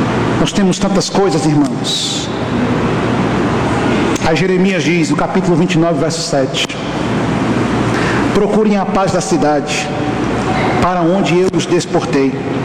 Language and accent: Portuguese; Brazil; Nós somos brasileiros por providência.